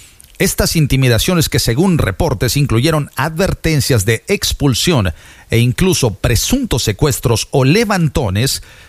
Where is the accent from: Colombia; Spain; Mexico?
Mexico